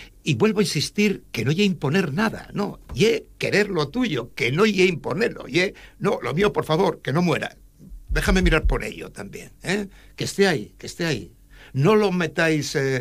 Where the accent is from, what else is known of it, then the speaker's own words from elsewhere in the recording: Asturias, Spain; Y además, uno porque somos asturianos y ye nuestro, pero ye que además como ciudadanos del mundo. Yo soy un ciudadano del mundo desde aquí, desde Asturias.